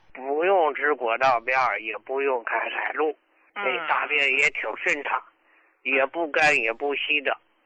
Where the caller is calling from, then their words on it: Hebei, China; 哎呀，胡老师，我是河北的，可是你的老朋友了呀。